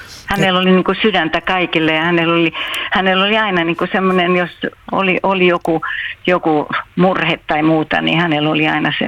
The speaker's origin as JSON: {"language": "Finnish", "town": "Helsinki", "region": "Uusimaa", "country": "Finland", "tie": "born or raised there", "also_born_or_lived": "Hämeenlinna", "said": "mä oon syntynyt Helsingissä, sitten on nuoruuden ollut ensin Hämeenlinnassa ja sen jälkeen Santahaminaan."}